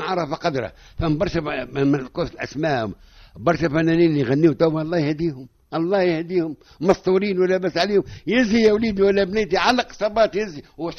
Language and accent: Arabic; Tunisia; عندنا في تونس